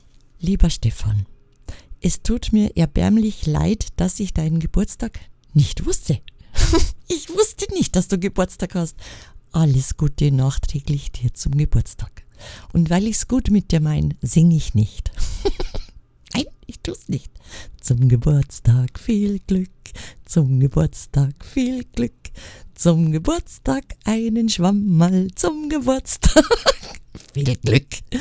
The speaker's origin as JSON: {"language": "German", "region": "Bavaria", "country": "Germany", "said": "Ich bin zwar Frau und ich komme auch aus Bayern"}